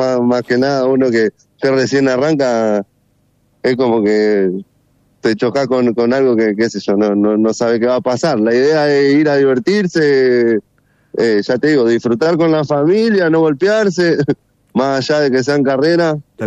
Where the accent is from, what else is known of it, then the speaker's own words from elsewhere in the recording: Laguna Paiva, Santa Fe, Argentina; now in Santa Fe, Argentina; Yo soy de acá, yo soy oriundo de Laguna Paiva, pero en este momento estoy viviendo en Santa Fe.